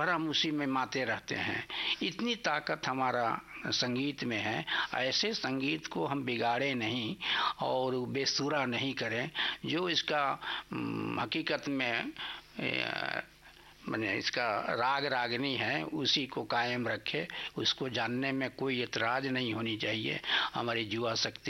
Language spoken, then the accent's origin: Hindi; Jharkhand, India; हमारी देश जो है गांवों का देश है, और झारखंड भी हमारा गांवों का मैंने राज है, शहर तो गिन चुन के हैं।